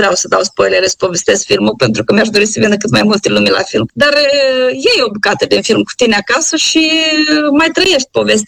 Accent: Fundurii Vechi, Romania; pentru că a filmat la funduri vechi, m-a întrebat unde a filmat la funduri vechi, este satul meu de baștenă. Am filmat în casa părinților mei, am filmat în casa bunicilor mei

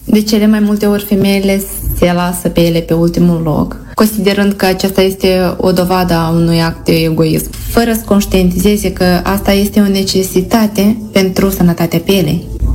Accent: Rublenița, Soroca District, Moldova; moved away as an adult; now in Spain; vin din Republica Moldova, din satul Rublenița.

